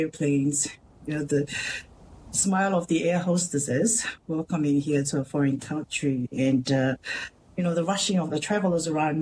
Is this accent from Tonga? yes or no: yes; Tonga; moved away as an adult; now in New Zealand; I was born and raised in Tonga, and I came here when I was 19 years of age, straight from school to University of Auckland